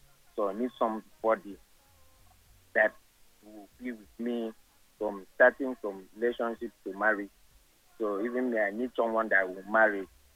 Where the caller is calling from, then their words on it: Lagos, Nigeria; I'm calling from Lagos State.